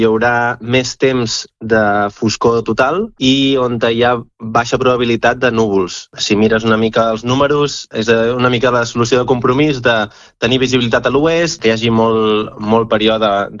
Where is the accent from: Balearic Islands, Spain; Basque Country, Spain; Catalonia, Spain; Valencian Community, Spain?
Catalonia, Spain; aquest eclipsi va de León al sud de Catalunya, que és d'on soc jo